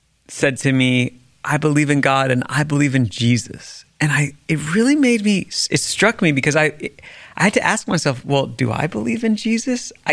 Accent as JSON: {"language": "English", "town": "Washington", "region": "District of Columbia", "country": "United States", "tie": "born or raised there", "said": "because I was growing up in Washington, D.C., where you kind of can't tune that stuff"}